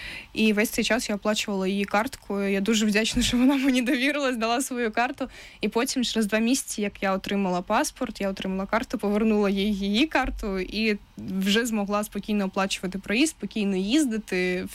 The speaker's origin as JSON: {"language": "Ukrainian", "region": "Crimea", "country": "Ukraine", "said": "в них є в Телеграмі група з такими ж самими людьми, як я, які кримчани, переїхали нещодавно"}